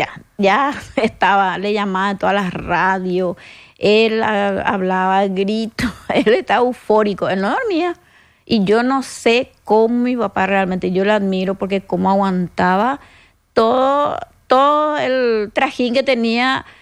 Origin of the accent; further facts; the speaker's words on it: Paraguay; ese es nuestro compromiso como paraguayos